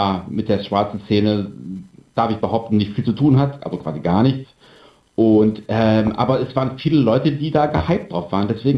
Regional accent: Mönchengladbach, North Rhine-Westphalia, Germany; Und dann muss ich ganz ehrlich sagen, nach 5,5 Stunden Fahrt, denn ich komme aus Mönchengladbach, nach 5,5 Stunden Fahrt, 6 Stunden Fahrt, habe ich mich da aufs Ohr gehauen

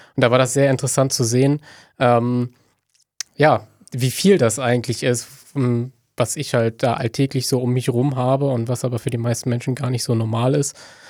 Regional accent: Stralsund, Mecklenburg-Vorpommern, Germany; moved away as an adult; now in Rostock, Germany; ich komme ursprünglich aus Stralsund und ich habe in Rostock Landwirtschaft studiert

